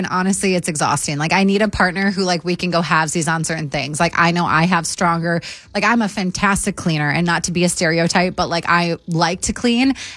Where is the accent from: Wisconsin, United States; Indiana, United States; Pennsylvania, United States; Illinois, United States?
Wisconsin, United States; Walleye weekend's coming up this weekend, I think, in my hometown.